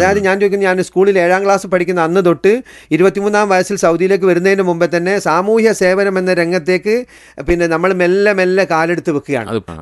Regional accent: Thechi, Kerala, India; സത്യത്തിൽ ഞാൻ ജനിച്ചു വളർന്നപ്പോഴേ ഈ കിനാലൂർ എസ്റ്റേറ്റ് എന്ന് പറഞ്ഞ ഈ തൊഴിലാളികൾ താമസിക്കുന്ന ഇടത്ത് തെച്ചി എന്നൊരു കൊച്ചു ഗ്രാമത്തില് അവിടെ സ്ട്രീറ്റ് ലൈറ്റ് ഇല്ല, സ്കൂളുകളില്ല, ഒന്നുമില്ല.

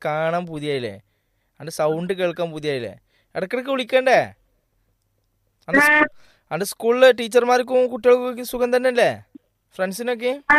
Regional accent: Malappuram, Kerala, India; accent: Malappuram dialect; ഞങ്ങളുടെ നാട്ടിലത്തെ മലപ്പുറം ഭാഷയിലെ ഏറ്റവും വളരെ രസകരമായ വാക്കുകൾ

